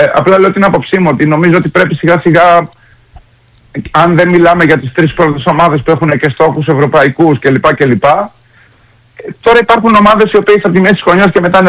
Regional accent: Greece; moved away as an adult; also born or lived in Italy

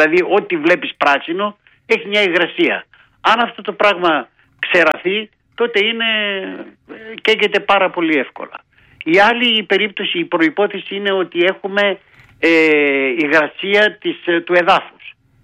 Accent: Eirinikó, Central Macedonia, Greece; born or raised there

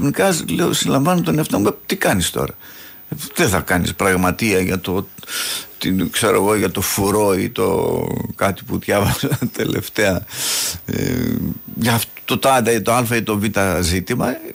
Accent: Arta, Epirus, Greece; στην Άρτα, ας πούμε, στην πατρίδα μου

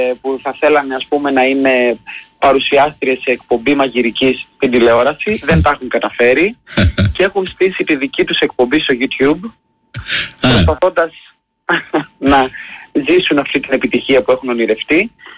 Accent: Crete, Greece; γιατί εγώ μεγάλωσα εδώ, στην Κρήτη.

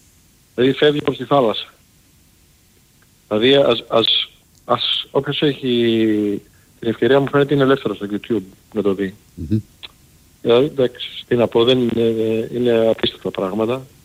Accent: Patras, Western Greece, Greece; now in Chicago, United States; ήμουν στο χωριό μου στην Πάτρα, την περίοδο που κάει και η Πάτρα.

